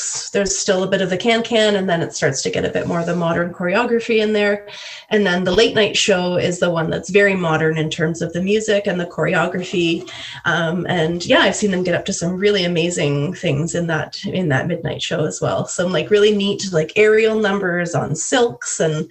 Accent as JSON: {"language": "English", "town": "London", "region": "Ontario", "country": "Canada", "tie": "born or raised there", "moved": "as an adult", "lives_now": "Dawson City, Canada", "said": "going far away from my hometown, London, Ontario."}